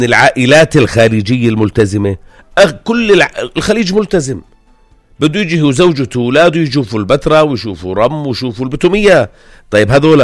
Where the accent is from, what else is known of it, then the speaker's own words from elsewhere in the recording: Jordan; هاي الفئة اللي هذه سياحة ما بتمثلنا احنا كأردنيين